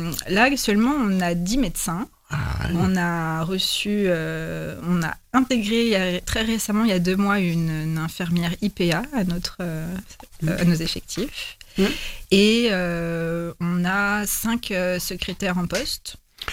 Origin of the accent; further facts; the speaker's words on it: Crépy-en-Valois, Hauts-de-France, France; Et lorsque j'ai eu un enfant, j'ai eu envie de revenir vivre dans ma ville natale, en fait, Crépien-Valois.